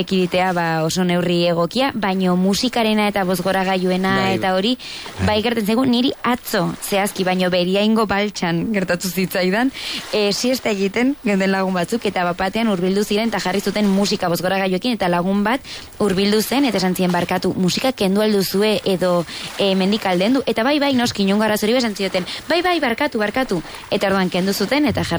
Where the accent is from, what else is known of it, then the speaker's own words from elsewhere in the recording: Eltzaburu, Navarre, Spain; nire herritik, eltzaburutik